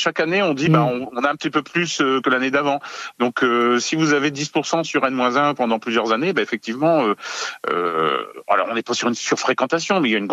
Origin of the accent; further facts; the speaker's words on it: Hauts-de-France, France; Moi, je suis originaire du Nord.